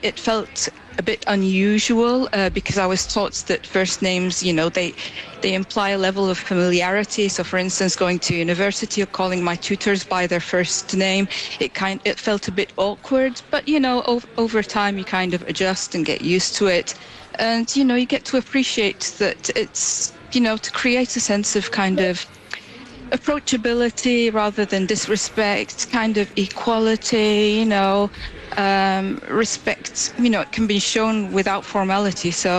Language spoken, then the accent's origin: English; Syria; Well, my experience growing up in Syria, it's pretty much like, you know, the situation in Nigeria.